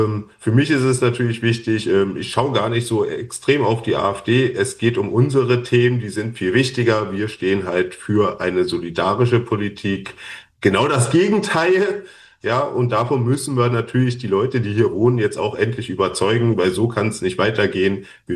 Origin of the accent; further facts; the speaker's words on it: Berlin, Germany; now in Tangermünde, Germany; Also ich weiß noch, als ich das erste Mal nach Tangermünde gekommen bin, ja, als Berliner